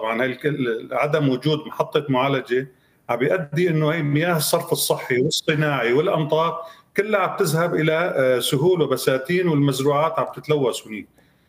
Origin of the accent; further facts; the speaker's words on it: Aleppo, Aleppo Governorate, Syria; عندنا في حلب مثلا أو في سوريا